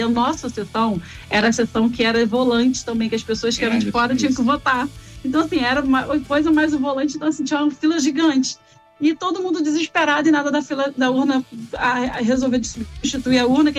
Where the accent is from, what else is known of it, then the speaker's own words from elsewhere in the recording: São Gonçalo, Rio de Janeiro, Brazil; born there; moved away as an adult; now in Botafogo, Rio de Janeiro, Brazil; Eu nasci em São Gonçalo. Em 2014, vim morar em Botafogo, quando passei pro concurso.